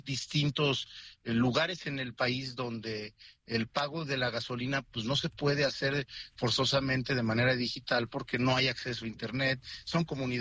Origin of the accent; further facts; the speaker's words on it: Oaxaca, Mexico; Yo soy de Oaxaca. En Oaxaca hay miles de comunidades que se encuentran un tanto aisladas y que es difícil que tengan acceso al internet y a muchos servicios que tienen que ver con tecnología.